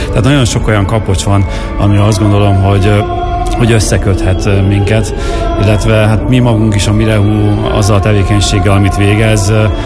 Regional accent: Miskolc, Borsod-Abaúj-Zemplén, Hungary; Így, ha másért nem, azért miskolciként oda kell állnunk mellé, és ezt támogatnunk kell tudni.

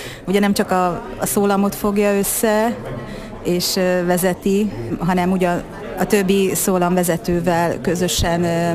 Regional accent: Kecskemét, Bács-Kiskun, Hungary; moved away as an adult; now in Miskolc, Hungary; mert én Kecskemétre való vagyok. Tehát ott születtem, ott végeztem a középiskolát, aztán fölkerültem ide Miskolcra a főiskolára

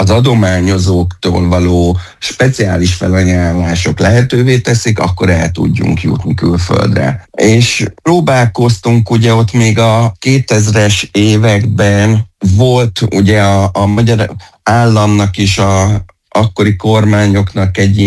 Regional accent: Hungary; ott is tudják, hogy Magyarországról vagyunk, ott is a döntéshozók tudták, hogy reformátusok vagyunk

